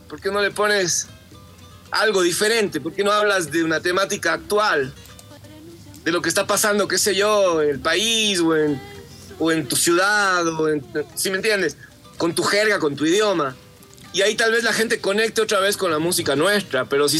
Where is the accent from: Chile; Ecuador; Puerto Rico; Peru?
Ecuador; como ecuatorianos en nuestro ADN tenemos introducido ritmos, canciones, melodías